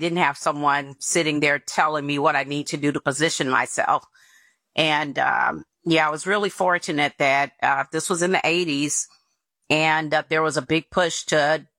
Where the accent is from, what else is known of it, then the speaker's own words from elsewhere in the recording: Tennessee, United States; I'm actually from Tennessee. So I went to Stratford High, which no one will know.